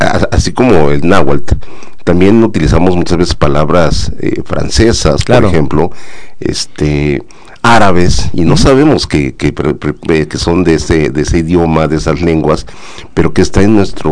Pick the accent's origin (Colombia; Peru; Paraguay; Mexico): Mexico; Esta lengua, pues, que nos ha definido como mexicanos